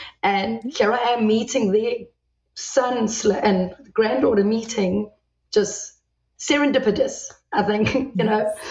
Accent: South Africa; So I grew up in South Africa, but Dennis came down to South Africa for college.

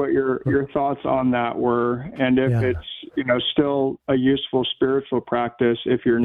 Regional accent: San Jose, California, United States; now in Georgia, United States; Silicon Valley area, near San Jose.

